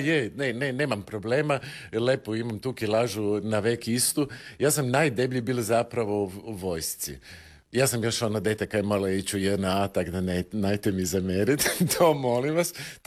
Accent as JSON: {"language": "Croatian", "town": "Zagreb", "region": "City of Zagreb", "country": "Croatia", "said": "I iz Prečkog sam zgrada istok koja je gledala na sve strane od sveta"}